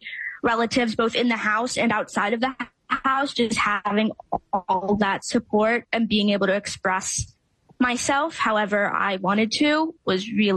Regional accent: Haddon Heights, New Jersey, United States; I grew up here in South Jersey.

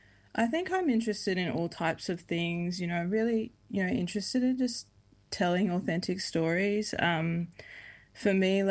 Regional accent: Queensland, Australia; being a Queenslander, being a queer person, being a Black fella.

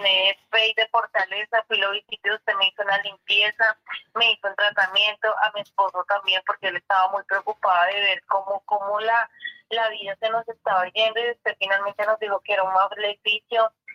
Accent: Bogotá, Colombia; now in Tenjo, Colombia; Sí, señor, paciente, soy de Bogotá.

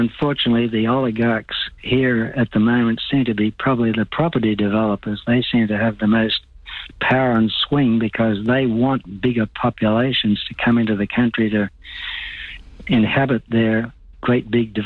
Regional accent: Ireland; now in Australia; I grew up in the Second World War, And Ireland.

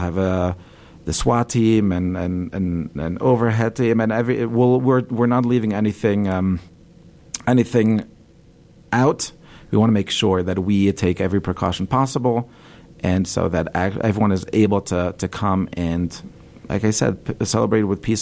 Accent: Belgium; As the I grew up in Belgium, and all of my grandparents are Holocaust survivors

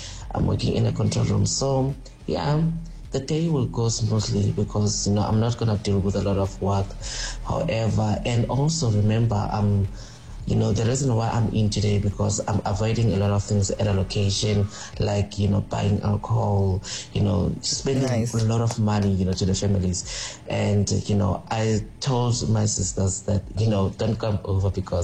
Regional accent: Soweto, Gauteng, South Africa; from Soweto.

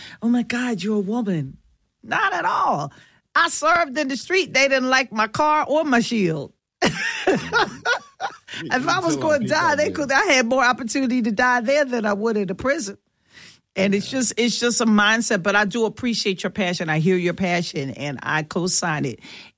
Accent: Philadelphia, Pennsylvania, United States; I tell people I'm from North, N-O-R-F, Philly.

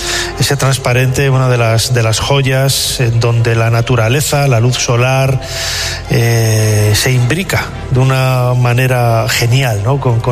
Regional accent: León, Castile and León, Spain; Que todos los componentes del programa de Ser Historia somos de León y estamos muy orgullosos de la catedral de nuestra ciudad, ¿no?

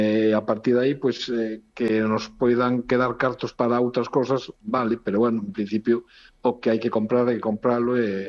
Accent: Lugo, Galicia, Spain

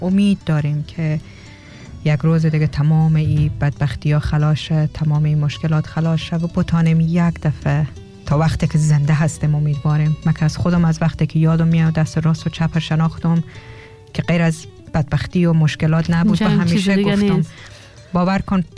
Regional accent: Afghanistan; یک دفعه بیایم بگیم ما هم میگی از افغانستان هستیم

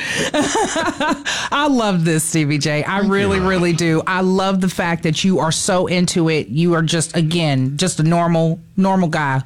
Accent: Buffalo, New York, United States; Buffalo, New York. That's where my people are from.

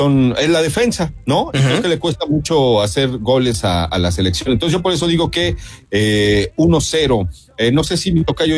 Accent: Mexico; Es que yo soy un mal mexicano, banda. Yo la verdad soy un mal mexicano.

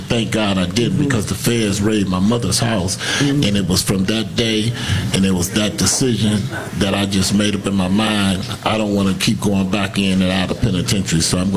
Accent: Detroit, Michigan, United States; now in Canton, United States; I'm from Detroit.

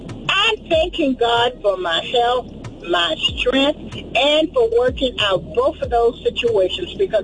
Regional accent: Virginia, United States; I'm from Virginia

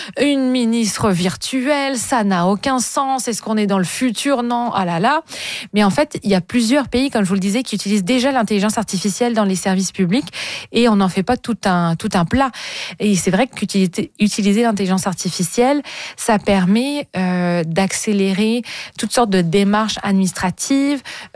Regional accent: Canada

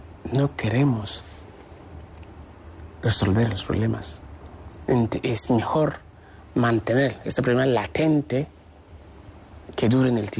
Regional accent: Peru; soy peruano. Mi padre es peruano, mi abuelo es peruano.

